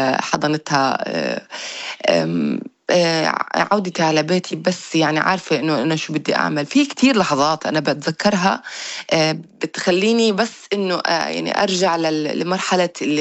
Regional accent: Gaza Strip, Palestine; moved away as an adult; now in Egypt; لو فكرت اني بدي ارجع على غزة رح ارجع

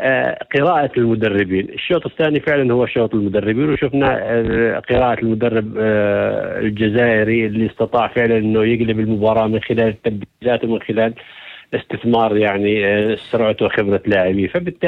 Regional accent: Jordan; إحنا كأردنيين

